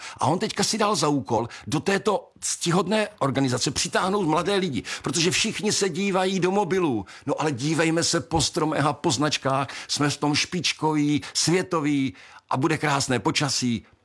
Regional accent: Moravian Slovakia, Czechia; Já jsem z vesnice, z Moravského Slovácka a vím, že tam ty platy jsou úplně jinde, než nějakých průměr 50 tisíc.

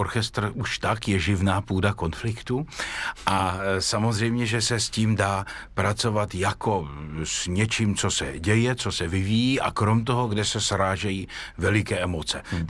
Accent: Brno, South Moravian Region, Czechia; jako Brňák si potrpím na dějiny okolí Brna a tudíž mě od malička zajímá bitva u Slavkova

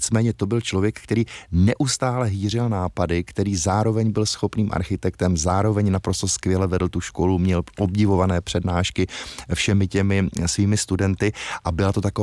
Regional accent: Tišnov, South Moravian Region, Czechia; Já pocházím z Tišnova, což je město kousíček od Brna

